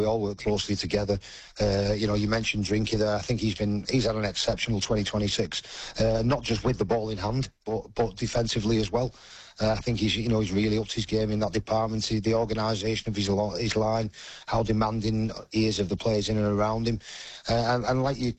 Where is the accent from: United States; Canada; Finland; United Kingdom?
United Kingdom; St Helens, North West England; Obviously, I grew up in St Helens, so I played there from when I was 18 till 35.